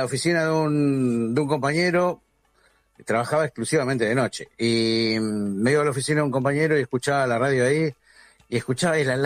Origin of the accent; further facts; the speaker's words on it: Quilmes, Buenos Aires Province, Argentina; soy de Quilmes